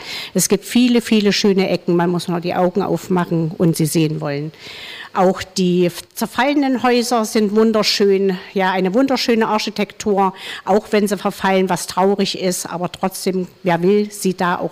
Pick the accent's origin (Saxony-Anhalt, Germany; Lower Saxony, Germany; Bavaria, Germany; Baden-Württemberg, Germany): Saxony-Anhalt, Germany; Zeitz; ich habe immer mein ganzes Leben hier in Zeitz gelebt und gewohnt. Und ich liebe mein Zeitz. Zeitz ist meine Heimat.